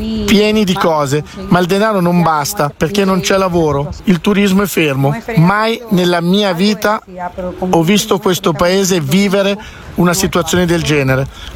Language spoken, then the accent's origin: Italian; Havana, Cuba; Italian is a second language; Io sono dell'Havana, la mia famiglia è dell'Oriente e stanno vivendo la cosa più dura del mondo.